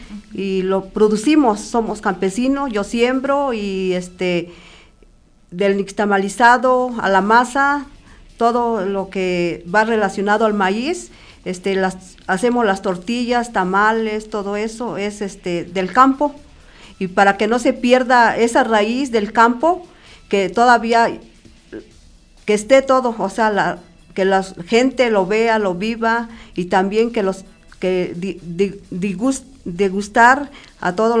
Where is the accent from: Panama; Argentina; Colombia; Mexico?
Mexico; Santa Catarina, Morelos; vengo del pueblo indígena de Santa Catarina